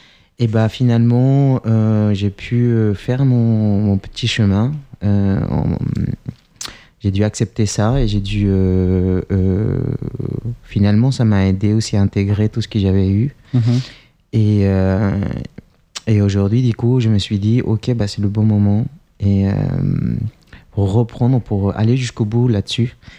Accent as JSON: {"language": "French", "country": "Chile", "second_language": "French", "lives_now": "France", "said": "Oui, c'est vrai que moi, je suis étranger, donc effectivement, j'ai pu voir ça. Je viens du Chili."}